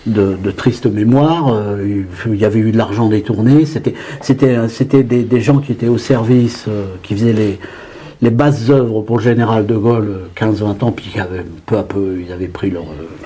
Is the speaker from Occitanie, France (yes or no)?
no; Hauts-de-France, France; moved away as an adult; Je suis jeune journaliste, je déboule de mon école et de mon enfance dans le Pas-de-Calais